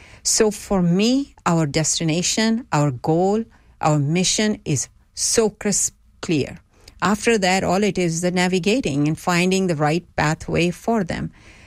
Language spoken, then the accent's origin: English; Texas, United States; As for me personally, I see myself as a Texan.